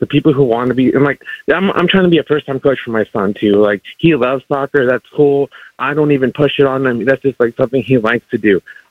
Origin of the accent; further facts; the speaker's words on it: Mexico; now in Fredericksburg, United States; From Mexico.